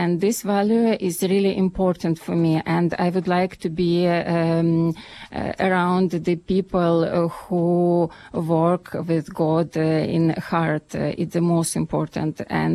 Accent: Ukraine; English is a second language; moved away as an adult; now in United Kingdom; I would like to say that I'm originally from Ukraine. … currently I am based in the United Kingdom

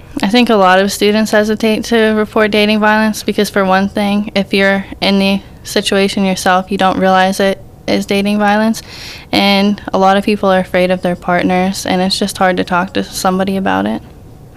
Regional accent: South Allegheny, Pennsylvania, United States; I'm 16 from South Allegheny.

